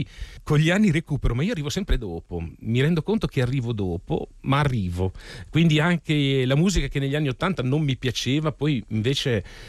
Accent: Carpi, Emilia-Romagna, Italy; Io sono cresciuto a Carpi, in Emilia.

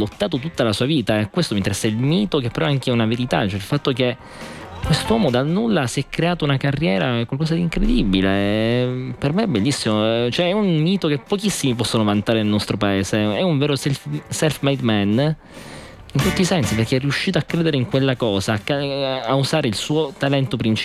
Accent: Palermo, Sicily, Italy; moved away; Sono figlio di una terra molto particolare, lo sai, tu sei calabrese, io sono siciliano

